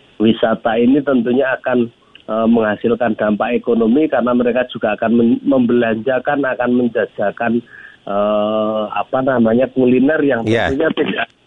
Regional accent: Central Java, Indonesia; khas makanan kami di kawasan lereng Menoreh.

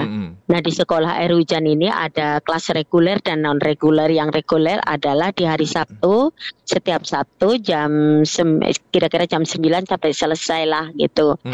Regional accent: Sleman, Special Region of Yogyakarta, Indonesia; born there; kami lahir di Sleman ini, di daerah yang catchment tangkapan airnya itu masih masih bagus.

